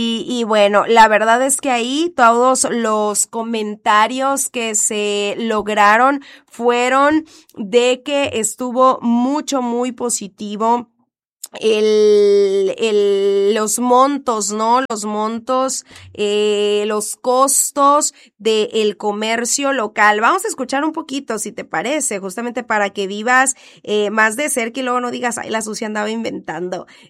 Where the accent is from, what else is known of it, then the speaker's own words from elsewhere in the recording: Mexico; fui como buena mexicana, de última hora andar correteando uniformes